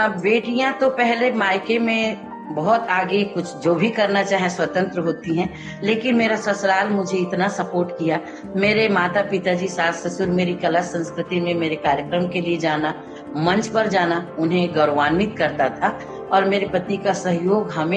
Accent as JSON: {"language": "Hindi", "town": "Utai", "region": "Chhattisgarh", "country": "India", "tie": "born or raised there", "said": "उतई की पली बढ़ी मैं बेटी हूँ और उतई बाजार जो मवेशियों के लिए बड़ा प्रसिद्ध बाजार है"}